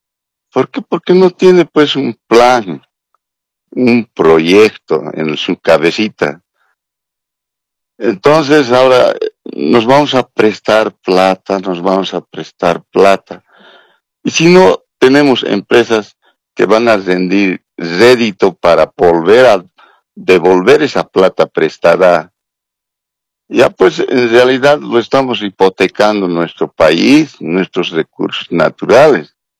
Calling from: La Paz, Bolivia; aquí en La Paz

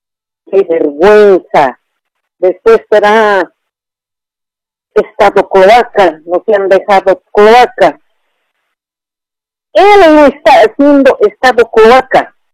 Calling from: Montero, Santa Cruz, Bolivia; hablo de Montero, la señora portugalana.

